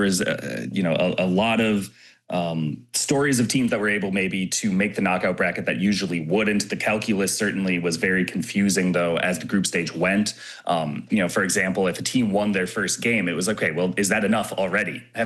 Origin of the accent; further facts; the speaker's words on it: Minnesota, United States; You know, I'm from Minnesota, which is the land of we all do better when we all do better.